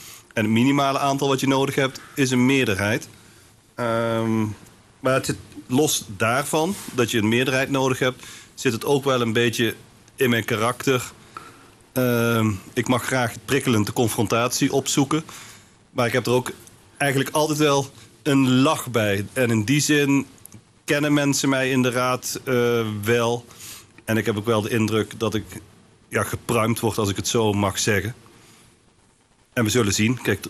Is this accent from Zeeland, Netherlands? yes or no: no; Nijnsel, North Brabant, Netherlands; moved away as an adult; now in Son en Breugel, Netherlands; kom ik oorspronkelijk uit Nijnsel.